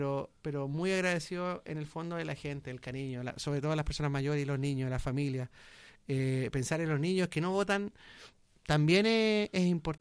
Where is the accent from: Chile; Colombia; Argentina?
Chile; Quinta de Tilcoco, O'Higgins; Todos somos Quinta de Ticoco. Huacargüe es un sector de Quinta de Ticoco. La Viña es un sector de Quinta de Ticoco.